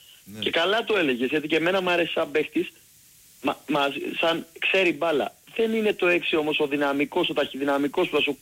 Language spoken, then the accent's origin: Greek; Greece; εγώ, σαν Έλληνας πολίτης